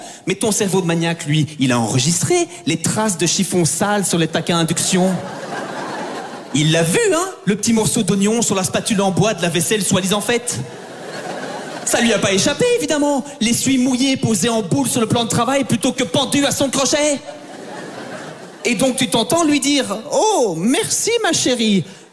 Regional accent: Belgium

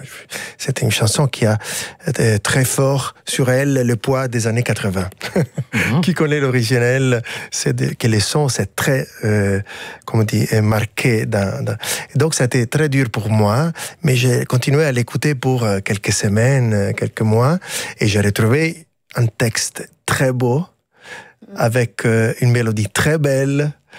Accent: Rome, Lazio, Italy; Non, la vérité, non. Rome, c'est un cas particulier en Italie parce que ça a été toujours une ville internationale.

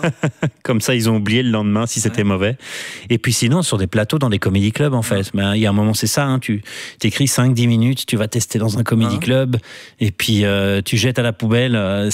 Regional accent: Brussels, Belgium; Moi, je suis bruxellois

